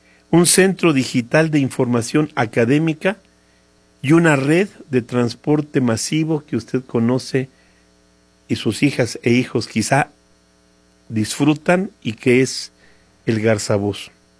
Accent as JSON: {"language": "Spanish", "country": "Mexico"}